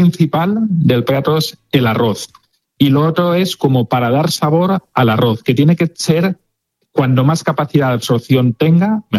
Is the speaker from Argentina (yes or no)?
no; Valencian Community, Spain; no está cocinado como los valencianos decimos que tiene que estar cocinado un arroz